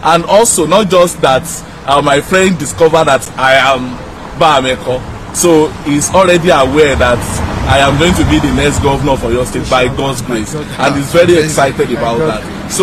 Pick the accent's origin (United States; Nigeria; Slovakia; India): Nigeria; Ibadan, Oyo; I'm from Ibadan.